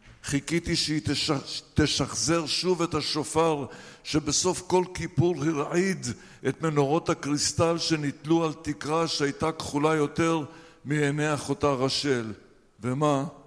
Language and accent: Hebrew; Iraq; moved away; אני יליד עיראק. אני נולדתי אחרי שהיהודים עזבו. היהודים עזבו ב-1950-51, למשפחה הייתה נתינות בריטית, יעני אנגליזים, נשארנו בעיראק